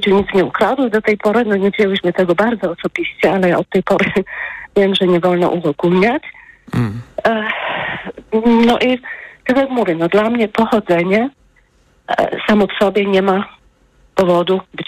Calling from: Berlin, Germany; Ja mieszkam w Berlinie, ale obecnie jestem na urlopie w Słowenii. I dzwonię z komórki

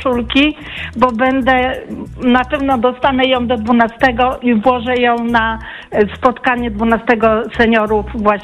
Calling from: Warsaw, Masovian Voivodeship, Poland; z Ursynowa.

